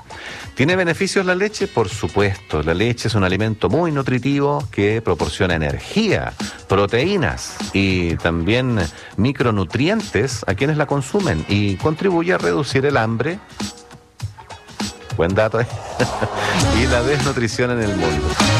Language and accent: Spanish; Puerto Montt, Los Lagos, Chile; Yo recuerdo cuando era niño, acá en Puerto Montt vendían leche de burra.